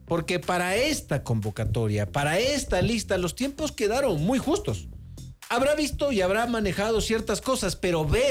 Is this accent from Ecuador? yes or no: yes; Ecuador